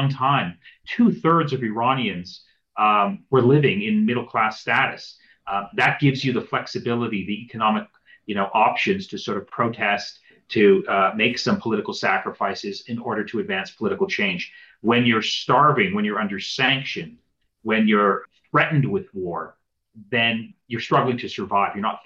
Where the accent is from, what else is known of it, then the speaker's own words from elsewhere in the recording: Canada; I'm Canadian, Ian, so we have, a lot of friends and family who go to Cuba.